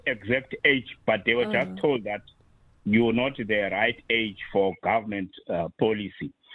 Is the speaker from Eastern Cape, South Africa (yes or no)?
yes; Eastern Cape, South Africa; now in Cape Town, South Africa; In my hometown there in the Eastern Cape